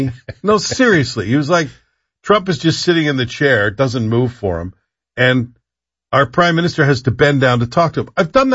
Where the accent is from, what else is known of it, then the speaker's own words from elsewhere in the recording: Canada; I hated everything about it as a Canadian. Everything about that moment.